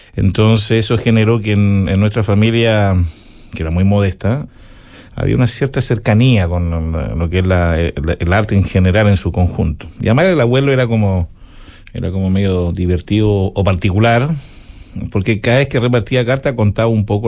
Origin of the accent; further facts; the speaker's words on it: Lautaro, Araucanía, Chile; Efectivamente, vengo de Lautaro, novena región, y en un lugar súper, muy, muy, digamos, pequeño, pero muy grande poéticamente, no sé, culturalmente.